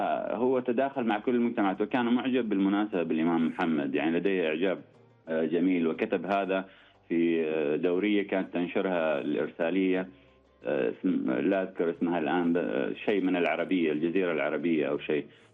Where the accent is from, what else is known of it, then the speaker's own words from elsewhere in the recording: Oman; صدى هذه الخدمة وهذا المستشفى وخدماته في الذاكرة الراهنة والمعاصرة لنا كعمانيين وحتى للخليجيين